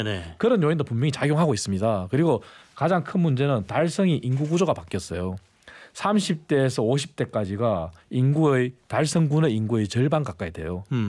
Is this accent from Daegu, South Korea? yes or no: yes; Daegu, South Korea; 아 그렇습니다. 뭐 대구 출신이고 네.